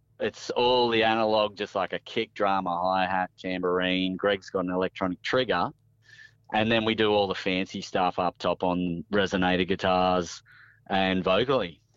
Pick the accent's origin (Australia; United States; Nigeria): Australia; Coffs Harbour, New South Wales; moved away as an adult; also born or lived in Northern Rivers; So, yeah, we grew up in Coffs.